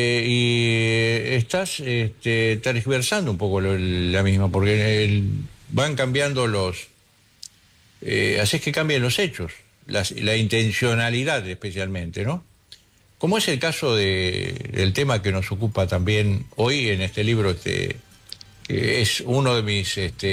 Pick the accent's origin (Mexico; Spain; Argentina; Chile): Argentina; soy argentino